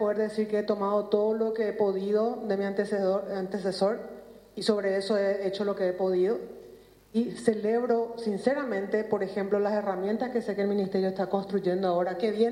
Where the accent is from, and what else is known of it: Paraguay